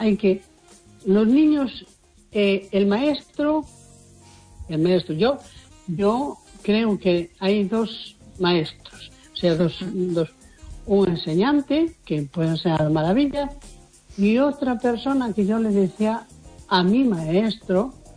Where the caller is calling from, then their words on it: A Coruña, Galicia, Spain; de la Coruña.